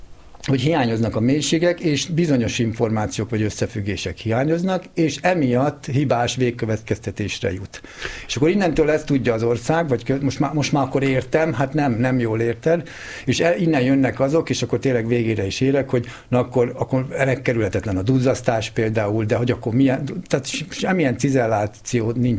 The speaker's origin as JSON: {"language": "Hungarian", "region": "Jász-Nagykun-Szolnok", "country": "Hungary", "tie": "born or raised there"}